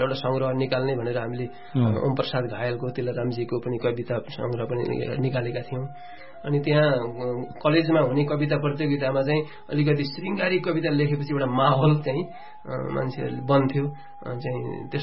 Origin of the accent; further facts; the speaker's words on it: Lumbini Province, Nepal; गुल्मी जिल्लामा मगर भाषा बोलिन्छ भने त्यहाँ मात्रै बोलिन्छ गुल्मी जिल्लाभरिमा मगर भाषा बोल्ने वक्ताहरू मेरो गाउँमा छन् एकसिङ भन्ने ठाउँ हो